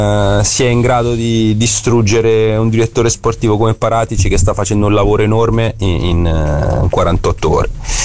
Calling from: Massa, Tuscany, Italy; Io sono tifoso fiorentino dalla nascita, ma vivo a Marina di Massa.

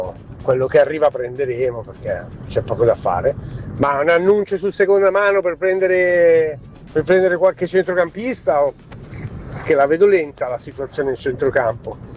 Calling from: Canary Islands, Spain; Buongiorno ragazzi, sono da Gran Canaria.

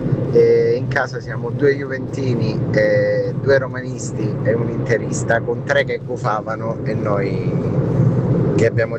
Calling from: Rome, Lazio, Italy

